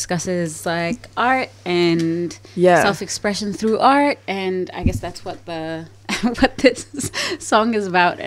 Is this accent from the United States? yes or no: no; Egypt; me trying to recreate the food of my home country, Egypt, and to get as close as possible to the texture and the flavor.